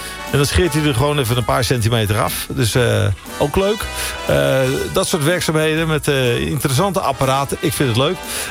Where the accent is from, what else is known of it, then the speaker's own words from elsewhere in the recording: 't Harde, Gelderland, Netherlands; Maar goed, tot zover mijn omgeving, waar ik vandaan kom, het harde.